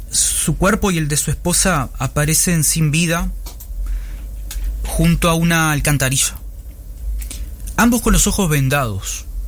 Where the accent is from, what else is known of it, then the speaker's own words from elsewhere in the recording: Rivera, Uruguay; es el barrio en que nací y me crié